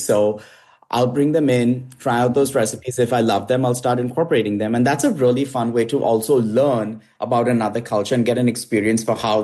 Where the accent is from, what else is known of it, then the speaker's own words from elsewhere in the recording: India; moved away; I grew up in India